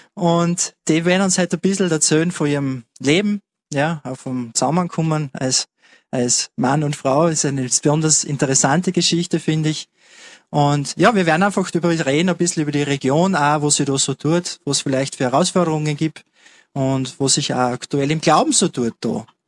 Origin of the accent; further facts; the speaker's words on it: Styria, Austria; Ja, ich bin ja eigentlich auch Steirer, komme aber aus der Obersteiermark ursprünglich, also ein bisschen anderer Slang, als die Bettina anhat.